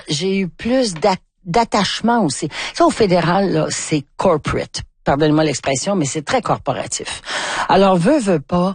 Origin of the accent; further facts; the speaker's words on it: Quebec, Canada; on est québécois